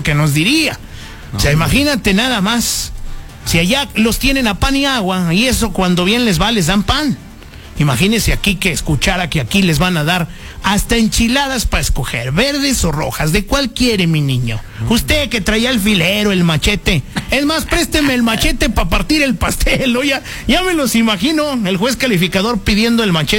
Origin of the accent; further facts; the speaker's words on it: Mexico; Así somos los mexicanos. Somos tan mexicanos